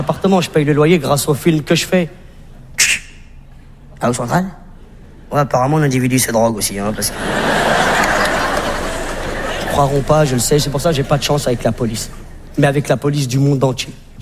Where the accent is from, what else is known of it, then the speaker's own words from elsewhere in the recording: Trappes, Île-de-France, France; born there; moved away as an adult; now in Paris, France; J'ai passé 20 ans à Trappe.